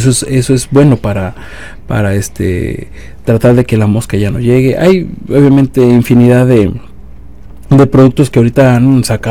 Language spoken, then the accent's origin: Spanish; Mexico; esto lo vamos a superar como buenos mexicanos que somos, superamos cualquier cosa